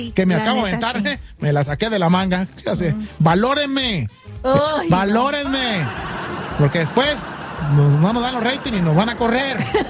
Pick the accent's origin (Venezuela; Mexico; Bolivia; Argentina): Mexico; Guasave, Sinaloa; El primer pollo loco en el mundo es ahí en mi tierra, ahí en Guasave, Sinaloa.